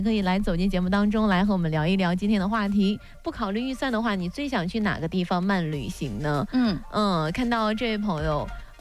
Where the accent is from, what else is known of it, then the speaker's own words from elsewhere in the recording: Shandong, China; 我们现在毕竟就是山东人嘛，过年基本上都在家里过